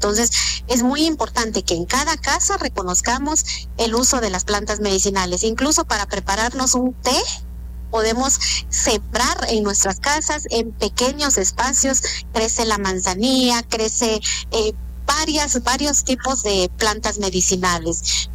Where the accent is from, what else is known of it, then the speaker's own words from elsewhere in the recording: Huehuetenango, Guatemala; especialmente de donde soy originaria, del área norte de Huehuetenango.